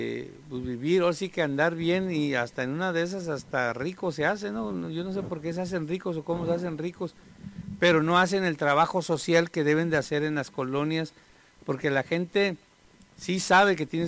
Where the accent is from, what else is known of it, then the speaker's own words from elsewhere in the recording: Tijuana, Baja California, Mexico; nuestra Tijuana